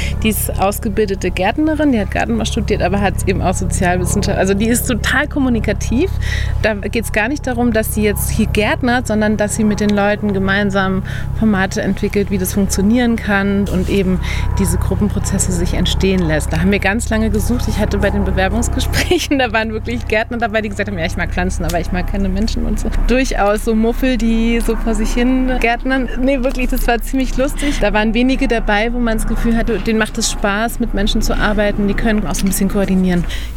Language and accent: German; Berlin, Germany; also born or lived in Chile / Colombia; Ich habe in Chile meine Doktorarbeit geschrieben, ich habe in Kolumbien lange gelebt. Also ich bin in Berlin groß geworden, aber war dann wirklich lange in der Welt unterwegs.